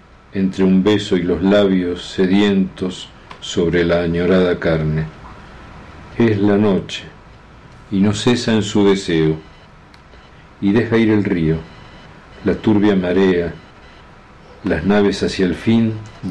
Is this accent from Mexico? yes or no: no; Buenos Aires, Argentina; born there; now in Neuquén, Argentina